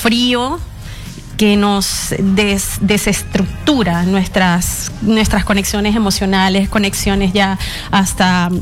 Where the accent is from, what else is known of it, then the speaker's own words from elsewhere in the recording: Venezuela; No, soy venezolana.